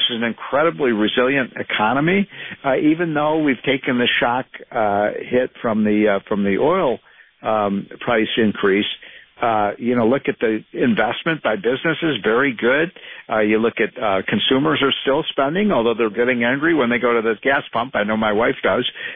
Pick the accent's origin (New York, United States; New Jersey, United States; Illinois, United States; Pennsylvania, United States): Illinois, United States; Chicago; 16 years old growing up in Chicago